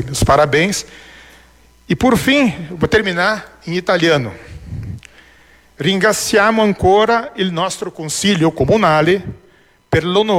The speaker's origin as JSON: {"language": "Portuguese", "town": "Encantado", "region": "Rio Grande do Sul", "country": "Brazil"}